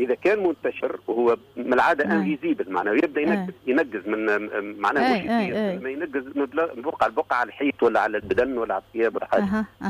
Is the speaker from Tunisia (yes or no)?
yes; Tunisia; عندنا انواع عديده في تونس